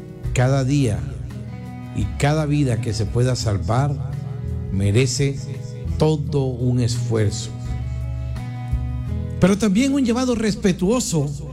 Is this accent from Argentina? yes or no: no; Colombia; Somos colombianos, somos un pueblo trabajador, valiente, solidario, resiliente.